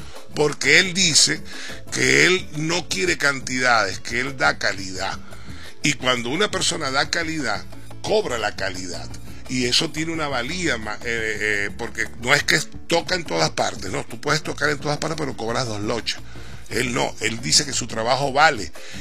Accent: Venezuela; moved away; yo como venezolano

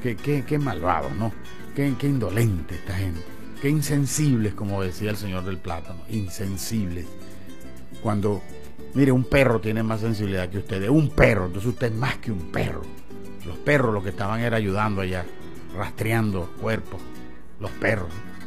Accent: Venezuela; así somos los venezolanos

